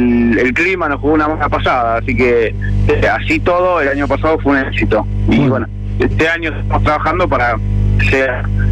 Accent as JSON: {"language": "Spanish", "town": "Casilda", "region": "Santa Fe", "country": "Argentina", "said": "como todo argentino, como todo casildense"}